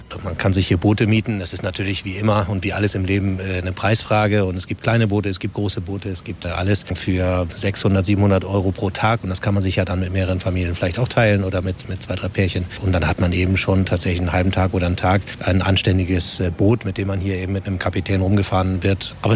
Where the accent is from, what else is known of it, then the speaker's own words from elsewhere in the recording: Flensburg, Schleswig-Holstein, Germany; Ja, ich komme ursprünglich aus dem Norden, aus Flensburg, genau.